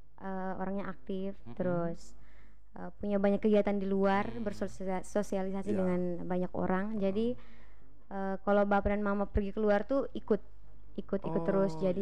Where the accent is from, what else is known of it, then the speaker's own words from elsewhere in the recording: Bajawa, East Nusa Tenggara, Indonesia; born there; accent: Bajawa; first language Indonesian; Jadi kita ikut ke Flores 10 tahun.